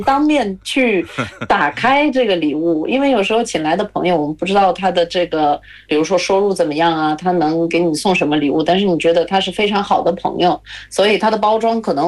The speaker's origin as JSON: {"language": "Chinese", "country": "Latvia", "second_language": "Chinese", "moved": "yes"}